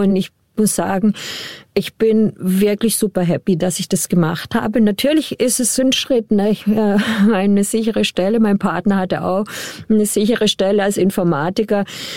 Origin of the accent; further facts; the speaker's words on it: eastern Congo, DR Congo; also der Krieg und alles ist mehr bei uns im Osten, aber selbst da ist das Gebiet noch riesig